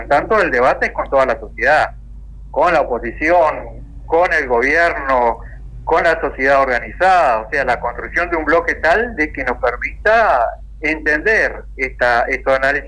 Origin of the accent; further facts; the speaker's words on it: Uruguay; yo como ciudadano uruguayo